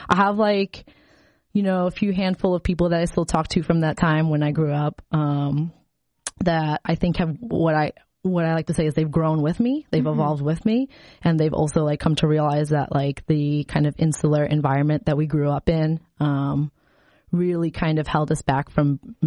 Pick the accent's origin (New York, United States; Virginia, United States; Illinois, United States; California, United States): Illinois, United States; Chicago; also born or lived in Indiana; Like I grew up in Chicago and we had moved to a very rural town in Indiana.